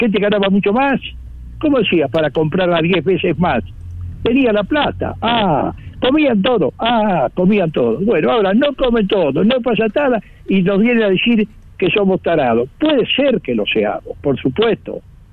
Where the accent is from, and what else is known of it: Argentina